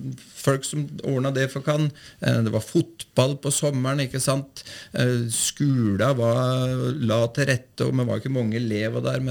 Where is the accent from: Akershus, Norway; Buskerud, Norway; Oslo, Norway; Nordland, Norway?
Buskerud, Norway; Nore og Uvdal; Nei, jeg hadde en fantastisk oppvekst i Nord-Uvdal. Jeg vokste opp på Langodden i Nore, med mor og far og to syskjen. Trygt nærmiljø